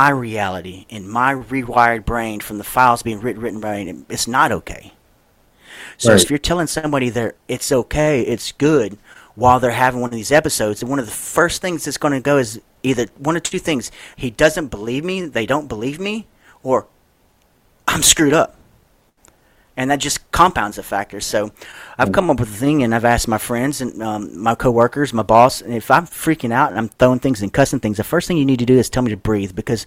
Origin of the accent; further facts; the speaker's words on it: Louisiana, United States; When I grew up down here in Louisiana, where I'm from, I grew up in trailers all my life.